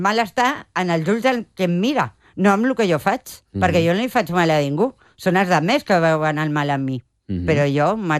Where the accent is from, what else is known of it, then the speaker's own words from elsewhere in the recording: Barcelona, Catalonia, Spain; Jo soc de Barcelona, però treballàvem en una associació que es deia Etaira.